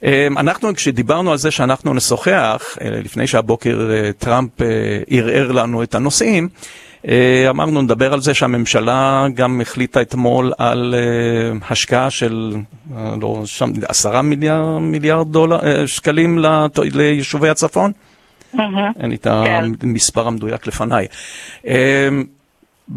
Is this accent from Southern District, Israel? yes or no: yes; Ashkelon, Southern District, Israel; אני גדלתי באשקלון, המשפחה שלי באשקלון